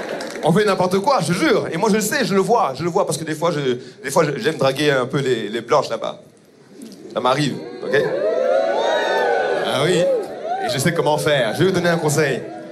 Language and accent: French; Rwanda; mais je ne suis pas béninois du tout, c'est très important. Je suis rwandais.